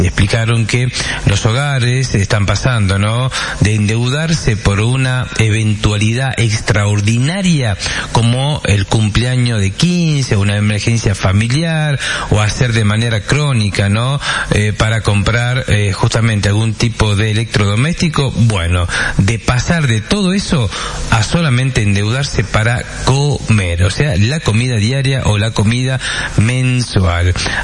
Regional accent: Salta, Argentina; somos muchos los salteños

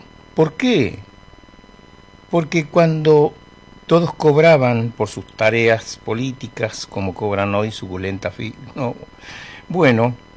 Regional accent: Presidencia de la Plaza, Chaco, Argentina; un soldado llamado Juan Maciel, que es de mi pueblo, de Presidencia de la Plaza

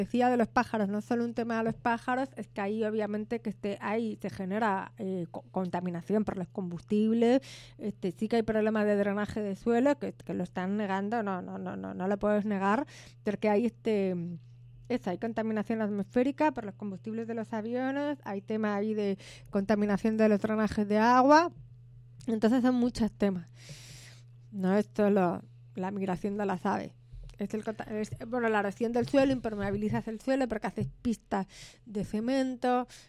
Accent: Spain; now in Uruguay; Yo me acuerdo cuando vine de España, que siempre hemos sufrido el flagelo de la sequía y que tenemos esa manía de estar siempre cuidando el agua, me chocaba acá el desperdicio que había

